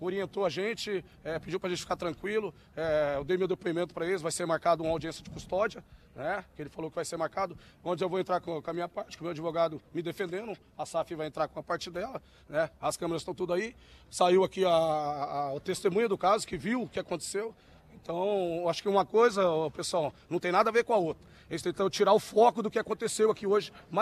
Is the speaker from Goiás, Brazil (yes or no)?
no; Londrina, Paraná, Brazil; born there; Sou de Londrina mesmo, aqui da Zona Norte do Jardim Paranista